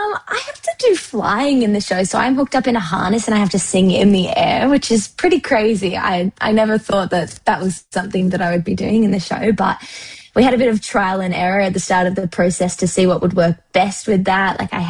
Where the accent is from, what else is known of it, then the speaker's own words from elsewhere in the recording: Australia; I'm from Australia.